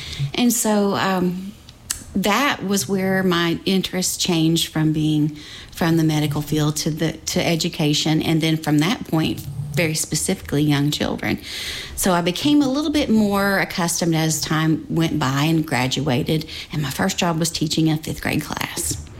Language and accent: English; Virginia, United States; Sure. I grew up in Russell County, Virginia, and graduated from Lebanon High School in 1987.